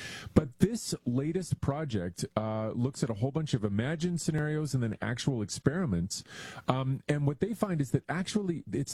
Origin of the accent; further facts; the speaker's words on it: Canada; You know, I love being a Canadian science reporter guy, and you'd think that, like, my wheelhouse would be talking about Canadarm, because that's, like, the quintessential Canadian technology that everyone thinks of.